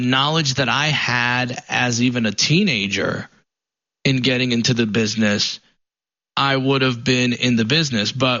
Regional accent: Paterson, New Jersey, United States; born or raised there

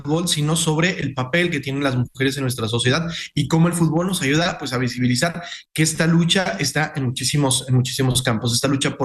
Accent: Mexico; este pretexto que tenemos precisamente para reflexionar nosotros como comunidad, como mexicanos.

